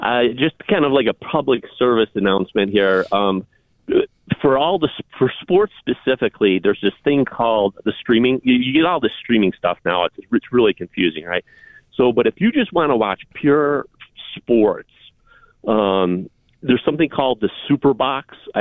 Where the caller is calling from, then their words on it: Lockport, United States; I called in with the Notre Dame ticket story.